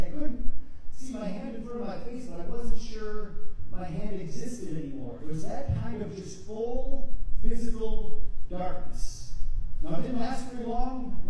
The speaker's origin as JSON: {"language": "English", "region": "Wisconsin", "country": "United States", "tie": "born or raised there", "said": "I grew up near Madison, Wisconsin. Little farmhouse, we had a farm ourselves. It was this old farmhouse."}